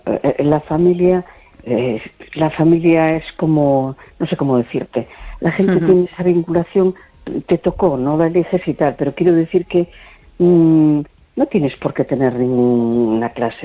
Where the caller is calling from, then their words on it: A Coruña, Galicia, Spain; de La Coruña.